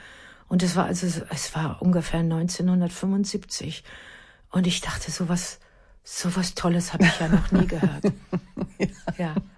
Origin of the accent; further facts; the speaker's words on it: Münster, North Rhine-Westphalia, Germany; Und wir waren in diesem Theater in Münster, meiner Heimatstadt.